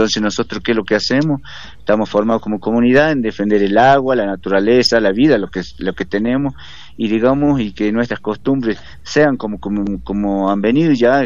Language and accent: Spanish; Catamarca, Argentina; nos ve como que no somos argentinos, como que no somos de Catamarca